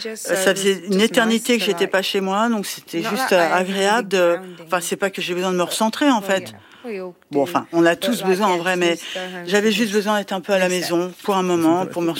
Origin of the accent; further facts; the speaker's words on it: Walsall, West Midlands, United Kingdom; Ouais, c'est là d'où je viens.